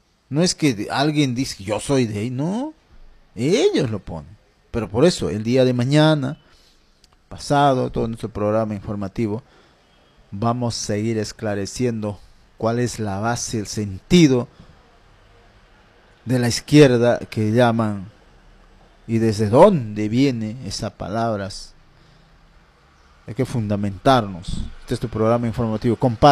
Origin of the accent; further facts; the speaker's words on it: Ricrán, Junín, Peru; yo soy de un del perteneciente a la provincia de Jauja, un distrito humilde pero de gran corazón llamado Ricrán y su centro poblado Tambillo. De ahí soy yo, donde se cultiva la papa en grandes cantidades, las ganaderías de entre vacunos y ovinos y muchos emprendedores más